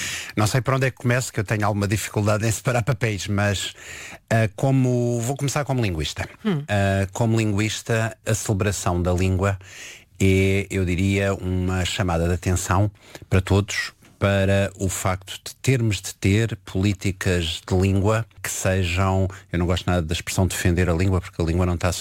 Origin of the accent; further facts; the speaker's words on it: Setúbal, Portugal; Eu sou setubalense, em Setúbal fala-se charruco, com as marcas dos R's e outras.